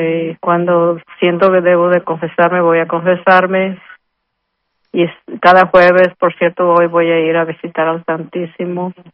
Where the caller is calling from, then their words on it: Chico, California, United States; Yo vivo en Chico, soy una señor de la tercera edad, ya estoy retirada.